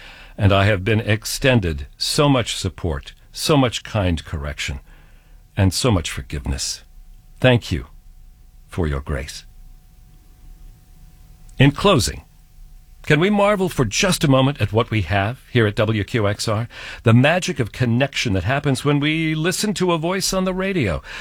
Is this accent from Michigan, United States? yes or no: no; Scottsbluff, Nebraska, United States; born or raised there; moved away as an adult; also born or lived in Omaha, Nebraska / Freeport, Long Island; now in New York, United States